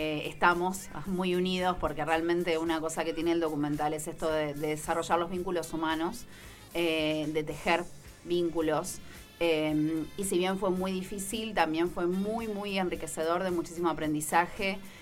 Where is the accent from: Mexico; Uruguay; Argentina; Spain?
Argentina; Santa Clara del Mar, Buenos Aires Province; Yo soy santaclarense, me crié acá, nacida, criada en Santa Clara